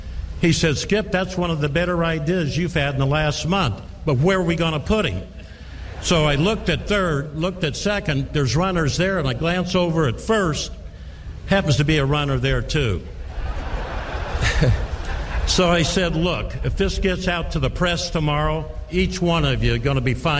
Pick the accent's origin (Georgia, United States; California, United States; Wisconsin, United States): California, United States; Selma; my hometown of Selma, California. And that place is on the map because Tom Seaver lived 10 miles up the road from me.